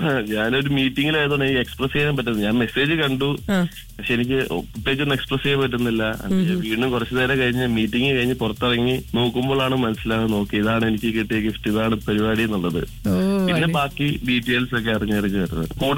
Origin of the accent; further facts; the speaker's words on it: Kottayam, Kerala, India; moved away; നാട്ടിൽ കോട്ടയം.